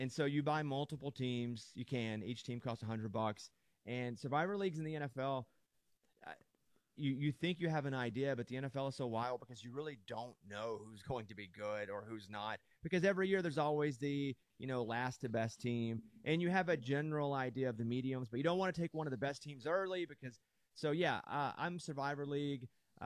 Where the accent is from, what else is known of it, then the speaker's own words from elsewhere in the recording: Arkansas, United States; I'm from Arkansas.